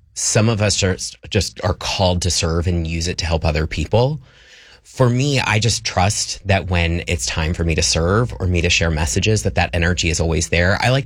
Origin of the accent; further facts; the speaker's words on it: Ohio, United States; I grew up in Ohio in a conservative family.